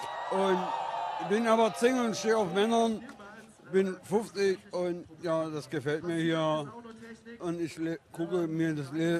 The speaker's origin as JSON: {"language": "German", "town": "Oschersleben", "region": "Saxony-Anhalt", "country": "Germany", "said": "Ja, ich komme eigentlich aus Sachsen-Anhalt, aus Oschersheim. Aber ich wohne nicht hier."}